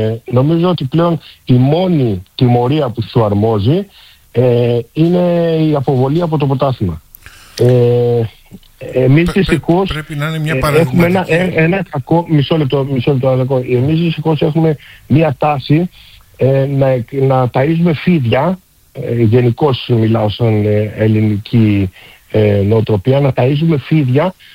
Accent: Australia; Εγώ από τη δική μου πλευρά και ως Ελληνοαυστραλός

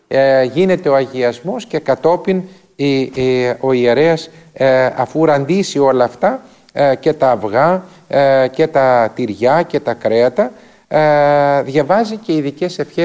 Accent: Soufli, Eastern Macedonia and Thrace, Greece; στην πατρίδα μου τη Θράκη και στον Εύρο, στο σουφλί

